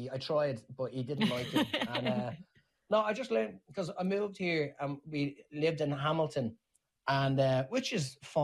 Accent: Ireland; You know, yeah, I'm very Irish.

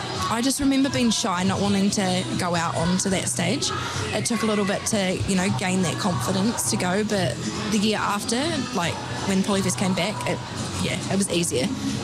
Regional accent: Dunedin, Otago, New Zealand; Yeah, I'm born and raised in Otipoti. I have a marae down in Otago. We are Ngāi Tahu. Yeah, I'm 35 years old today.

